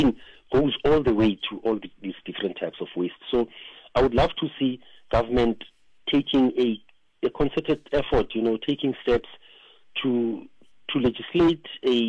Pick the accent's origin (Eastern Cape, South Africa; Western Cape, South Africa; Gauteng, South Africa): Gauteng, South Africa; Soweto; When I grew up as a child, I grew up in Soweto